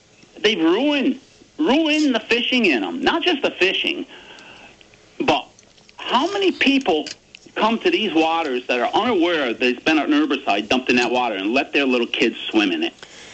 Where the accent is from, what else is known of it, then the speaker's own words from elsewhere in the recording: Vermont, United States; Yeah, full-time Vermonter. I'm 65 years old. I'm born and raised here.